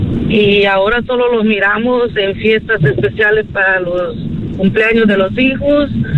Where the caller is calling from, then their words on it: Los Angeles, California, United States; aquí voy pasando el Thomas Bridge de San Pedro